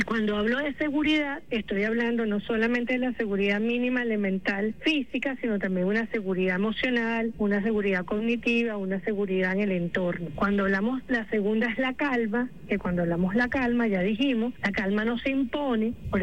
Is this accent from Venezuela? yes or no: yes; Venezuela; lo que nos define como venezolanas y venezolanos